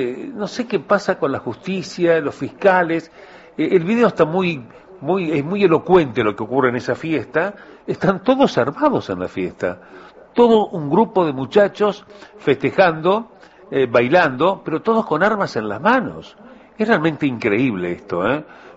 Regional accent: Uruguay; A mí me preocupa mucho como uruguayo, como ciudadano, como gente que vive en este país

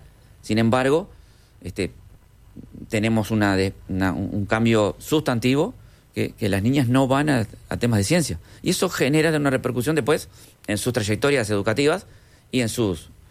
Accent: Uruguay; en realidad venimos del Uruguay, ¿no?

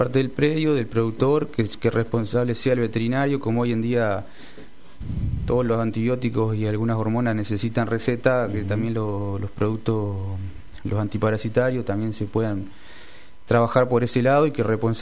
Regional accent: Colonia, Uruguay; Según me dijeron, nací en Colonia, sí, oriundo de San Pedro, de la escuela número 73.

